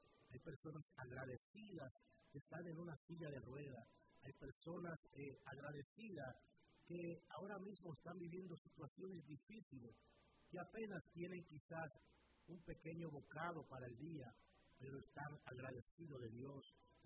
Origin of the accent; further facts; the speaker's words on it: Dominican Republic; se me hace un poco raro decir soy dominicano. Claro que lo soy, nacido y criado en la República Dominicana.